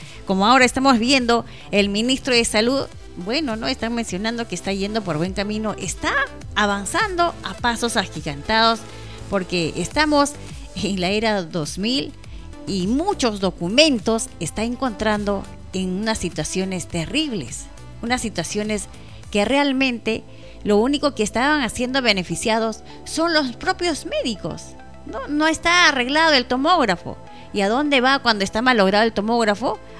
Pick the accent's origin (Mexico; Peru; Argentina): Peru; Somos todos los peruanos. Somos todos los peruanos